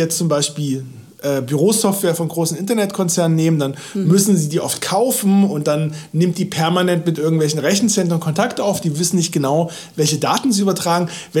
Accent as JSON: {"language": "German", "town": "Halle", "region": "Saxony-Anhalt", "country": "Germany", "tie": "born or raised there", "moved": "as an adult", "lives_now": "Berlin, Germany", "said": "ich bin gebürtig aus Halle und habe da 25 Jahre gelebt, wohne jetzt in Berlin."}